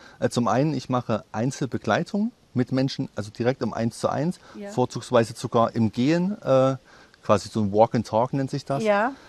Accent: Teuchern, Saxony-Anhalt, Germany; Ich komme aus Teuchern, das ist in der Nähe von Weißenfels, genau. Und bin dort geboren, war kurze Zeit mal in Großstadt unterwegs und bin jetzt wieder aufgrund der Ruhe, der schönen Ruhe hier, zurückgekehrt.

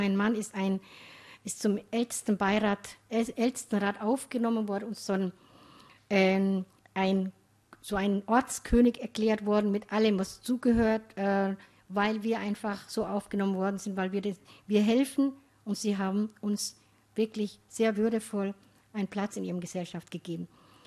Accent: Somalia; ich komme aus Somalia, aber ich kann in Somalia nicht arbeiten

